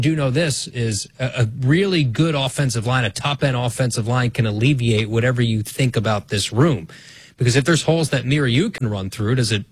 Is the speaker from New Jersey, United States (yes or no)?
yes; New Jersey, United States; I mean, I'm from New Jersey.